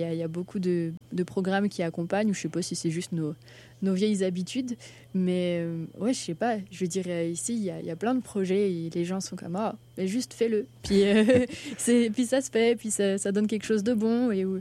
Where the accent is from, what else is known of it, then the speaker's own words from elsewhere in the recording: Brittany, France; moved away as an adult; also born or lived in Limoges / Rennes; now in Montreal, Canada; je suis bretonne. Mais c'est ça, j'ai grandi en Bretagne, et puis à un moment, je suis partie à Limoges, comme dans le milieu ouest de la France.